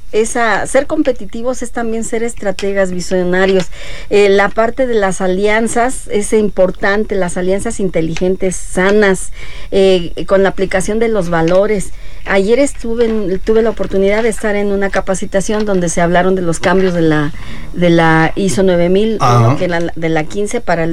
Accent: Mexico; retos a los que tenemos nosotros como mexicanos, como empresarios y como pymes mexicanas

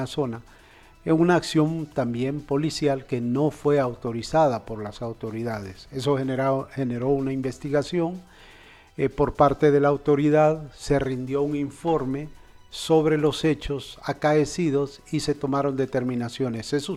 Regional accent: Honduras

